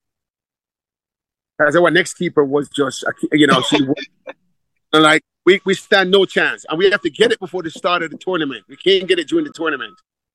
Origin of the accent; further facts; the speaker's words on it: Jamaica; I'm from Jamaica. I know you guys love Curry Goat